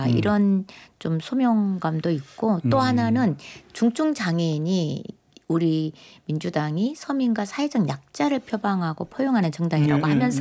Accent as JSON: {"language": "Korean", "region": "Honam", "country": "South Korea", "said": "저는 호남 사람이거든요"}